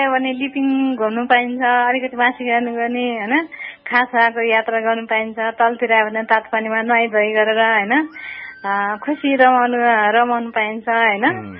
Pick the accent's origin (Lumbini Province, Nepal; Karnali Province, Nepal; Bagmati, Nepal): Bagmati, Nepal; Sindhupalchok; born there; हाम्रो चाहिँ जन्मथलमा चाहिँ सिन्धुपाल्चोक भोटिकोसी गाउँपालिका नयाँपुर भन्ने ठाउँ